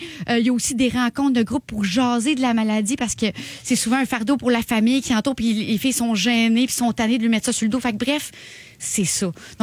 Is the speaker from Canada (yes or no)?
yes; Drummondville, Quebec, Canada; C'est chez nous à Drummondville